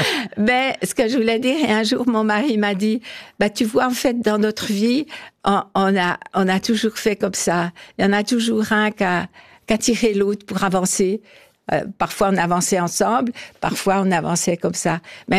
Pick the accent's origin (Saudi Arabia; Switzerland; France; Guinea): Switzerland; Porrentruy, Jura; on a grandi à Porrentruy, mon mari et moi